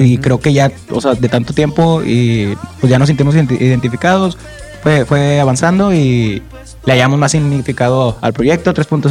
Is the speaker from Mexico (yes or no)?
yes; Monterrey, Nuevo León, Mexico; Somos regios totalmente.